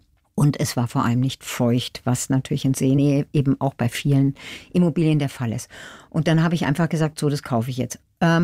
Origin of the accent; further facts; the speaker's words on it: Munich, Bavaria, Germany; moved away as an adult; now in Lake Bracciano, Italy; wir Münchner sind ja im Grunde die Vorstadt-Italiener